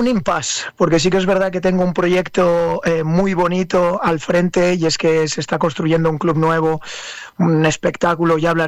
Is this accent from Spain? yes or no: yes; Spain; los españoles somos clásicos para...